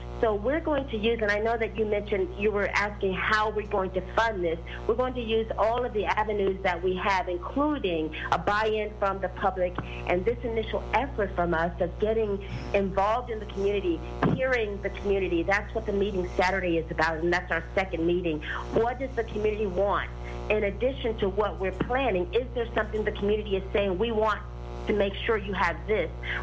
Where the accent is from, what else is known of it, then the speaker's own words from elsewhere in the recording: Little Rock, Arkansas, United States; I'm also from Little Rock, so coming in and partnering with Eric on this project is just major for us because it's building up a community that we grew up in, we knew